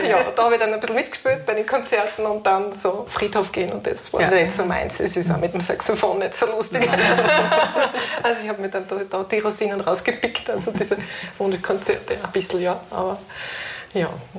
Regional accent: Fehring, Styria, Austria; Also, eigentlich komme ich aus der Oststeiermark. Ich bin in Fähring aufgewachsen und dann meine Schulstationen in Fürstenfeld und Feldbach.

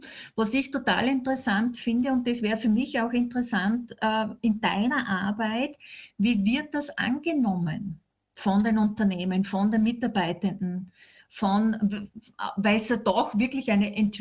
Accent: Austria; wir sind Österreicher

